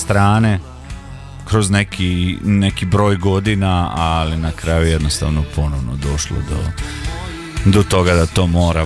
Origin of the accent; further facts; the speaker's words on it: Valpovo, Osijek-Baranja County, Croatia; oni su iz Županje, ja sam iz Valpova. Oba mjesta su, znaš, Slavonci smo